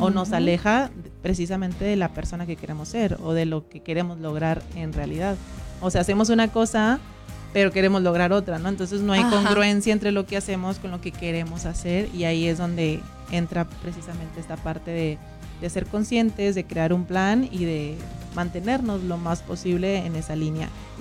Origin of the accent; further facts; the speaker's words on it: Camargo, Mexico; moved away; soy originaria de Camargo, entonces, okay, vengo de allá, vengo de carretera.